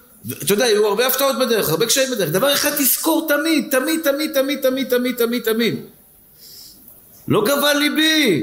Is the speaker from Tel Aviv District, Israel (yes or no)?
yes; Tel Aviv, Tel Aviv District, Israel; נולדנו פשוטים. נולדתי בשכונת התקווה. אני מודה לבורא עולם על היחפנות שהייתה לי בשכונה.